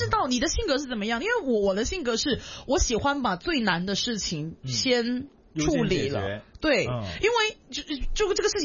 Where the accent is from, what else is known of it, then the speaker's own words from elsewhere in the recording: Hong Kong; 我们香港这边吃粽子呢，你也不能完全称之它为咸